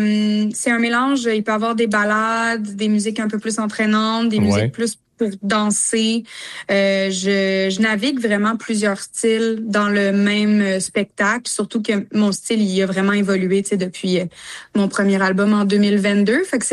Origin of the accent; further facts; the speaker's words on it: Lavaltrie, Quebec, Canada; moi, je suis originaire de Lavaltrie.